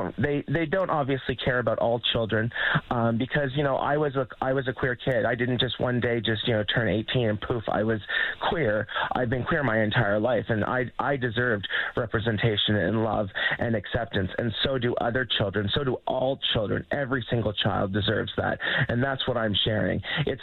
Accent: Canada; You know, I didn't have representation growing up in Canada in the 80s and 90s of who I was as a person

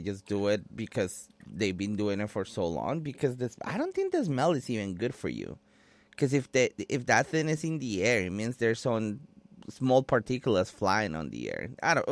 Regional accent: Colombia; now in London, Canada; so I'm not originally from here. People know that I'm from Colombia.

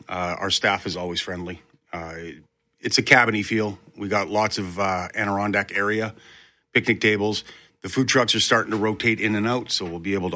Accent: Winnipeg, Manitoba, Canada; we're all from Charleswood and St. James, so mm-hmm. we didn't know the area.

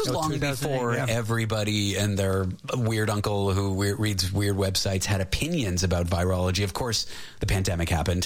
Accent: Canada; I'm from Canada

